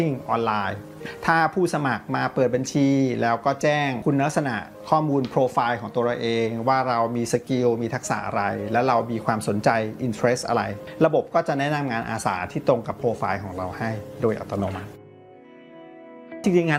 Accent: Bangkok, Thailand; เป็นเด็กกรุงเทพครับเกิดและโตที่กรุงเทพ

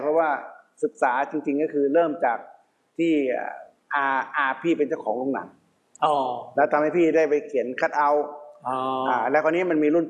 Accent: Wiang Sa, Nan, Thailand; ก็พี่เป็นคนจังหวัดน่านเกิดที่อำเภอสาปัจจุบันเป็นเวียงสาบ้านพี่เนี่ยอยู่ระหว่างวัดสองวัดคือวัดกลางเวียงกับวัดบุญยืน

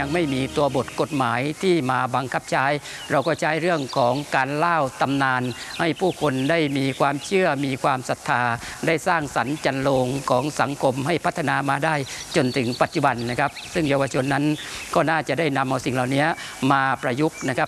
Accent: Thailand; ภาคภูมิใจที่เราเกิดมาเป็นชาวจังหวัดพัทลุงนะครับ

